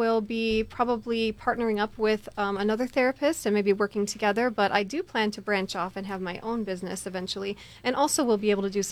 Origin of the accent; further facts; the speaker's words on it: Indiana, United States; now in Las Vegas, United States; I love Las Vegas, even though I'm originally from Indiana. I've been out here since 2010, and I'm definitely here to stay.